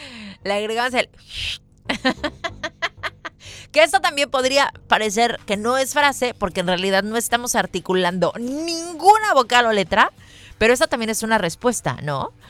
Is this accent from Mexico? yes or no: yes; Mexico; si la hemos preparado siendo mexicanos